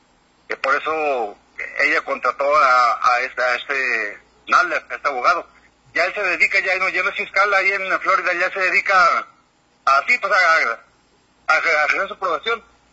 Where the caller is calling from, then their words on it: Baja California Sur, Mexico; pues la señora gobernadora nos da muchas explicaciones, sobre todo por cuestiones del erario de aquí de Baja California